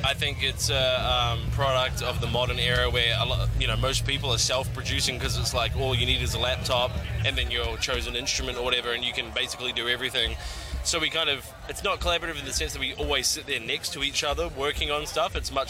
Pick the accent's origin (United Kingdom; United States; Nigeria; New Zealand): New Zealand; I'm from New Zealand